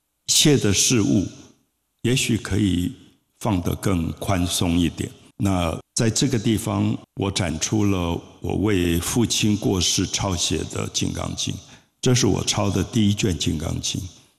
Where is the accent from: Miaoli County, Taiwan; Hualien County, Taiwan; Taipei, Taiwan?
Taipei, Taiwan; also born or lived in Tunghai; 我小时候在台北的大龙洞，大龙洞那边庙多树多，我们中午的时候都睡在大榕树上